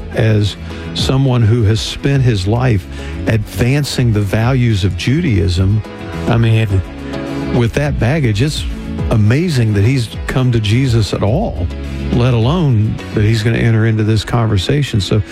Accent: West Virginia, United States; I grew up in West Virginia, so all the hillbilly stuff applies to me.

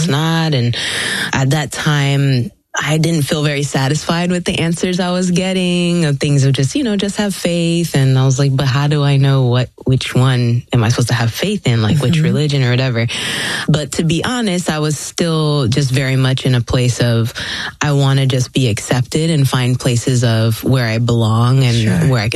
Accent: Orlando, Florida, United States; also born or lived in Philippines; No, I was born in the Philippines, like I said, mm-hmm. But raised here in Orlando, not too far from here.

